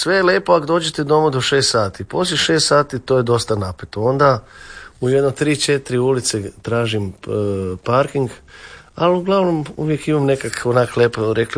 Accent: Zagreb, City of Zagreb, Croatia; also born or lived in Vienna; rodio sam se ovdje 1970. godine i kak sam se tu zlegel, kak bi se reklo, ta naša ljubav traje od tog prvog dana. Rođen sam u Petrovoj bolnici sa 7 mjeseci, bio sam nedonošće

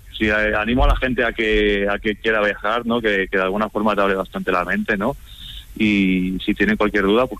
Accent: Zamora, Castile and León, Spain; now in Barcelona, Spain; Yo soy de Zamora, pero vivo en Barcelona, llevo 13 años ya viviendo en Barcelona.

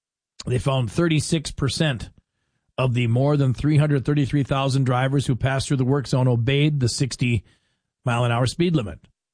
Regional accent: North Dakota, United States; moved away; growing up in North Dakota, and driving, I don't know how many times, hundreds of times, say, between Fargo and Bismarck.

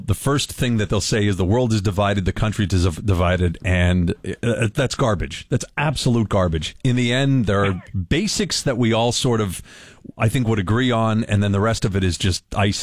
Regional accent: Pennsylvania, United States; My hometown in Pennsylvania is now predominantly Dominican.

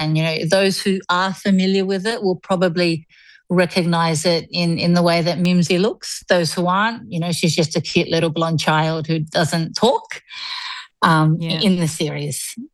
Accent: Sydney, New South Wales, Australia; now in Oxford, United Kingdom; Yes, yes, yeah. We're from Sydney. We're actually doing a house swap at the moment, met a lovely lady online. So we're living in her home in Oxford.

